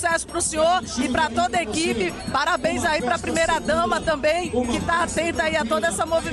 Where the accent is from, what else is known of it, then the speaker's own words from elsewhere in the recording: Roraima, Brazil; eu como roraimense fiquei muito feliz